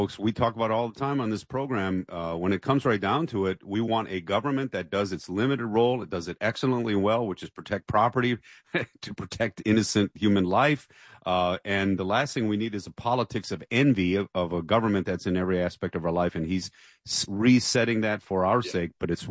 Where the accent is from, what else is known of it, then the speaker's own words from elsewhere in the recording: Dearborn, Michigan, United States; my hometown is Dearborn, Michigan.